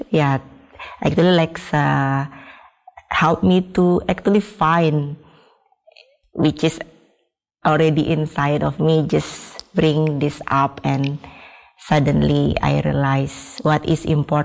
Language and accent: English; Bali, Indonesia; Yes, I am from Bali, so majority people there is Hindu. So I also came from Hindu background.